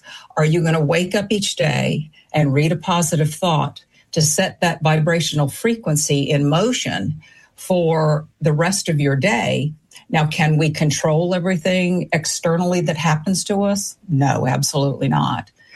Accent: Savannah, Georgia, United States; I grew up in Savannah, Georgia. I'm a Georgia girl.

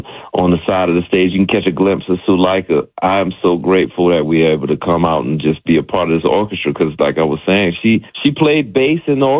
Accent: New Orleans, Louisiana, United States; I'm from New Orleans, but I have roots in Georgia, in Clayton County, Georgia. My grandmother and that whole side of the lineage goes back 4 generations

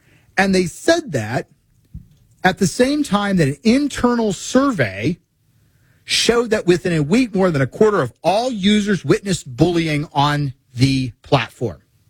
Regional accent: Missouri, United States; I'm from Missouri.

